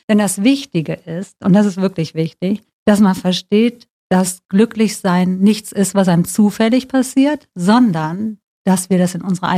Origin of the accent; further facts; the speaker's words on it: Bonn, North Rhine-Westphalia, Germany; born there; ich lebe da auch noch und ich liebe diese Stadt.